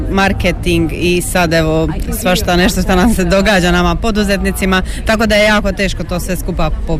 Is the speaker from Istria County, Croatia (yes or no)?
no; Trogir, Split-Dalmatia County, Croatia